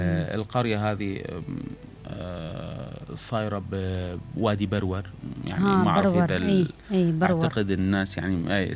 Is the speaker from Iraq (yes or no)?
yes; Alqosh, Nineveh, Iraq; إحنا يعني بشكل عام كالقوشين عندنا غيرة على بلدتنا